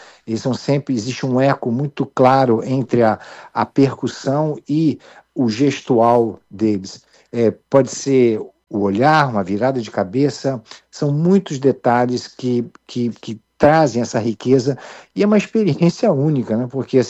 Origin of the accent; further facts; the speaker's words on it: Rio de Janeiro, Brazil; Eu sou carioca da gema. Mas meu pai é alemão, minha mãe é carioca e pronto.